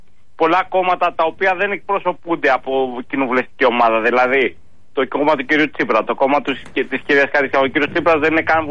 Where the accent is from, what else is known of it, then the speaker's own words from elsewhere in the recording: Greece; όπως το λέμε στα Ήρια, στο χωριό μου, στον Φάμελο